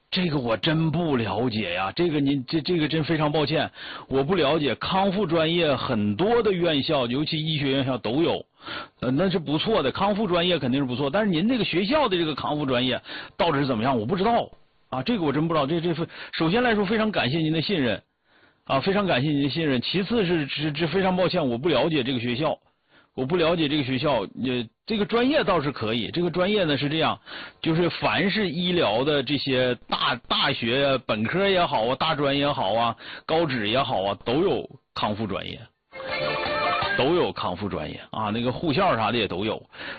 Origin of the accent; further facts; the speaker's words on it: Changchun, Jilin, China; 我是东北的长春的